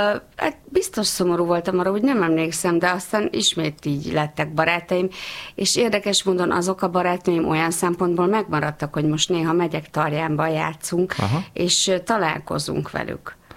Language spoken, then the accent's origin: Hungarian; Salgótarján, Nógrád, Hungary; also born or lived in Szolnok; Szolnokon születtem, és akkor, amikor 6 éves lettem, és iskola kezdő, akkor az aput elhelyezték Nógrád megyébe